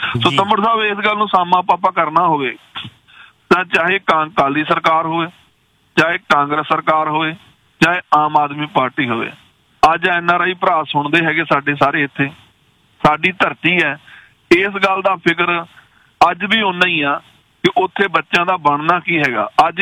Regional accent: Punjab, India; ਪਰ ਕਿਉਂਕਿ ਸਾਡੀ ਧਰਤੀ ਹੈ ਜੀ, ਅਸੀਂ ਜੰਮੇ ਪਲੇ ਹੈਗੇ ਹਾਂ, ਸਾਡਾ ਕੰਸਰਨ ਉੱਥੋਂ ਦਾ ਹੈ

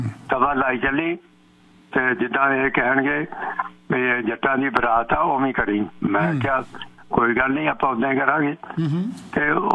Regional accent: Mangli Uchi, Punjab, India; ਮੇਰਾ ਪਿੰਡ ਹੈਗਾ ਮੰਗਲੀ ਉੱਚੀ

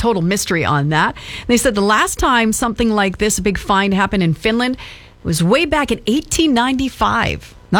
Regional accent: Winnipeg, Manitoba, Canada; also born or lived in Myrtle Beach, South Carolina, United States; So I'm from Winnipeg, but I actually lived in South Carolina for a little bit, more specifically Myrtle Beach.

